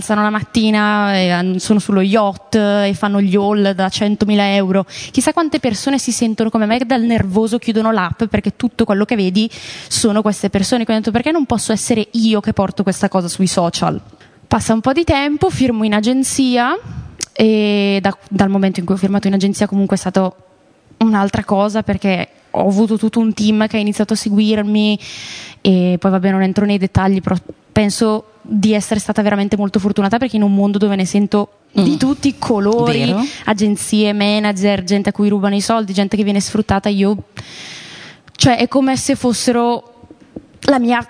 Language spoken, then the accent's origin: Italian; Brescia, Lombardy, Italy; sono cresciuta comunque a Brescia, in una città che non è molto open-minded, diciamo.